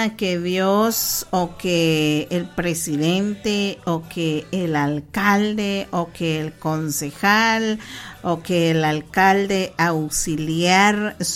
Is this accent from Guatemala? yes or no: yes; Guatemala; Usted si ama Guatemala, usted ora por Guatemala. Y esta es nuestra tierra, esta es la tierra donde hemos nacido, es la tierra donde están creciendo nuestros hijos, es la tierra donde seguramente nuestros hijos tendrán sus hijos.